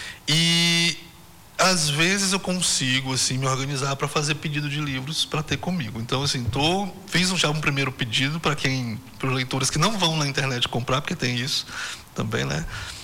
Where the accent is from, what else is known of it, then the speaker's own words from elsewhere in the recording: Xapuri, Acre, Brazil; now in Rio Branco, Brazil; sou de Chapuri.